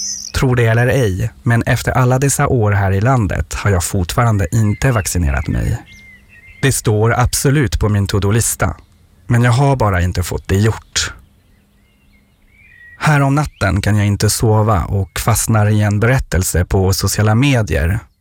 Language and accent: Swedish; France; Swedish is a second language; moved away as an adult; now in Sweden; Jag är fransman och har vid den tiden nyligen flyttat till Sverige.